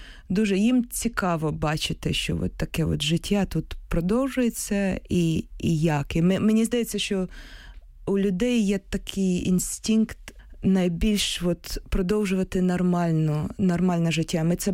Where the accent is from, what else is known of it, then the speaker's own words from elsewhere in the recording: Kyiv, Ukraine; Я сама з Києва, тому я тут зупиняюся.